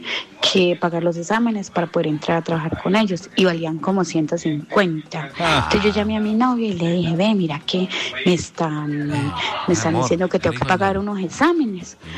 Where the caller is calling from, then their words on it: Anserma, Caldas, Colombia; Les hablo desde Anserma.